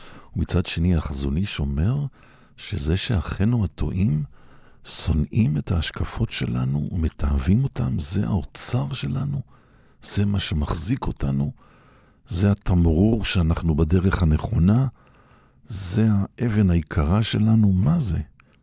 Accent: Petah Tikva, Central District, Israel; אני יליד פתח תקווה, בן לניצולי שואה

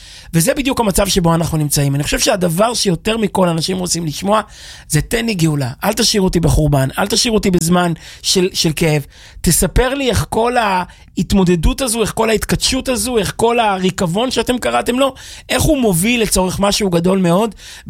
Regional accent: Kfar Chabad, Central District, Israel; גדלנו בכפר חבד

